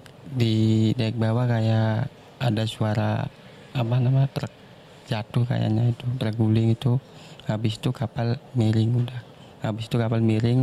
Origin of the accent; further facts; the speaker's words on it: Tegal, Central Java, Indonesia; moved away as an adult; Asal dari Tegal ke Banjarmasin untuk kerja.